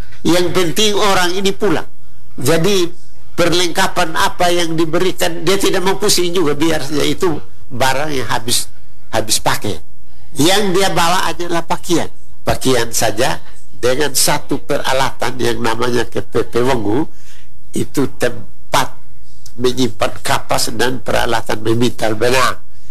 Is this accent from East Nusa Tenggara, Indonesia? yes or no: yes; Sabu, East Nusa Tenggara, Indonesia; kita sebagai orang Sabu.